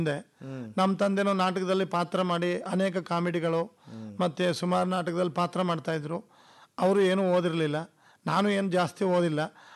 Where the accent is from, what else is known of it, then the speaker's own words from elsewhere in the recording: Kamaralli, Karnataka, India; ನಮ್ಮದು ಕಮರಳ್ಳಿ, ಗುಂಡ್ಲುಪೇಟೆ ತಾಲೂಕು, ಬೇಗೂರು ಹೋಬಳಿ.